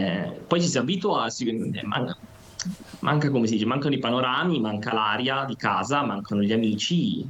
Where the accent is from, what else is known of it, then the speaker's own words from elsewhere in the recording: Lombardy, Italy; also born or lived in Imperia / Oneglia; io sono di Imperia, io sono di Oneglia. Nonostante sia per loro difficile capire, però dico sempre sono di Imperia, quindi nonostante sia cresciuto in Lombardia, il mio legame con la Liguria rimane sempre fortissimo.